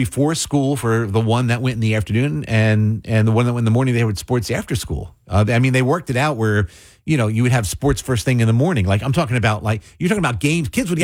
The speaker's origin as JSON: {"language": "English", "town": "Mays Landing", "region": "New Jersey", "country": "United States", "tie": "born or raised there", "said": "So where I grew up in Mays Landing, we had Oakcrest High School."}